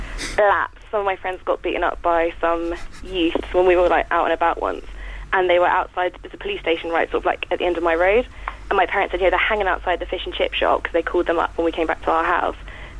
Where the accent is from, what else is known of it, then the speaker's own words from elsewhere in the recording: Whitehill, South East England, United Kingdom; I'm from Whitehill in Hampshire.